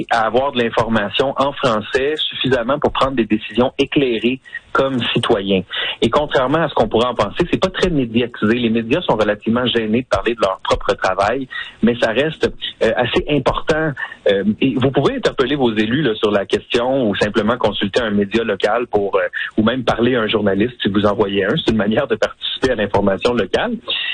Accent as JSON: {"language": "French", "country": "Canada", "lives_now": "Ontario, Canada"}